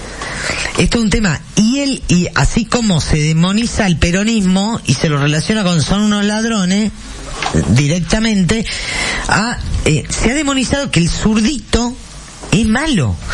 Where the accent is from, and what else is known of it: Argentina